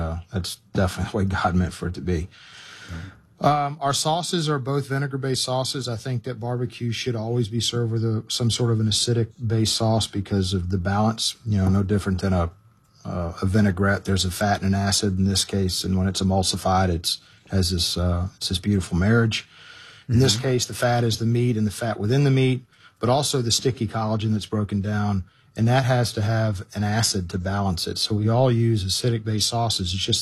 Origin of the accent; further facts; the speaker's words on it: Memphis, Tennessee, United States; born there; I was born in Memphis.